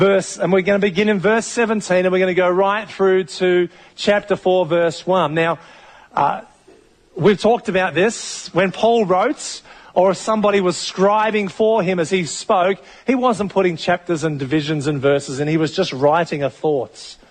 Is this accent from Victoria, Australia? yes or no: yes; Melbourne, Victoria, Australia; born there; I was born in Carlton in Melbourne.